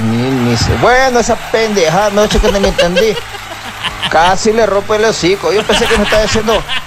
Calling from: Guayaquil, Guayas, Ecuador; Ya sabes, mi Guayaca. Esta es mi tierra.

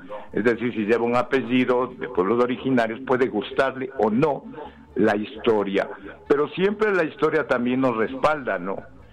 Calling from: Ecuador

